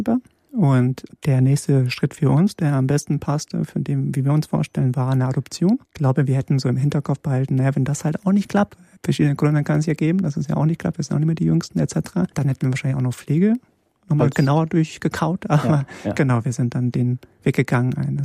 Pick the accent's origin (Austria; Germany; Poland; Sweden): Poland